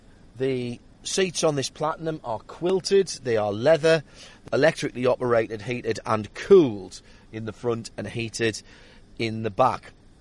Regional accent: North East England, United Kingdom; accent: northeastern; now in Australia; my northeastern accent.

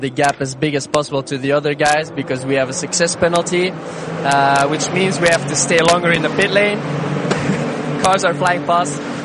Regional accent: Belgium; It's my home country. It's my home race.

